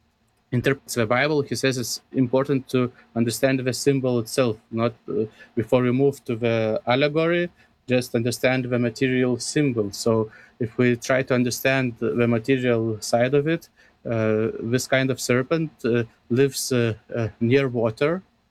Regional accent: Lithuania; English is a second language; growing up in Lithuanian culture, I was used to have two separate words for these animals.

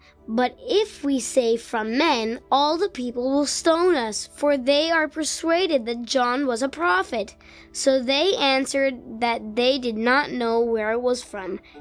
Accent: Florida, United States

